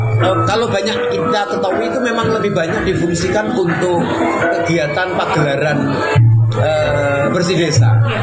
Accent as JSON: {"language": "Indonesian", "town": "Malang", "region": "East Java", "country": "Indonesia", "said": "saya ini dari Polowijen, ya. Empu Topeng Malang itu dari Polowijen."}